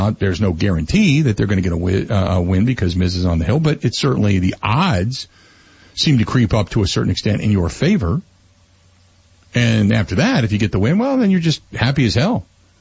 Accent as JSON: {"language": "English", "region": "Wisconsin", "country": "United States", "said": "There's a sense of, we are Wisconsinites. One for all and all for one."}